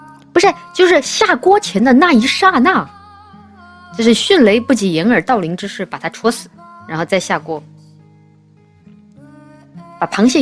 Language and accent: Chinese; Chongqing, China; 我是重庆人嘛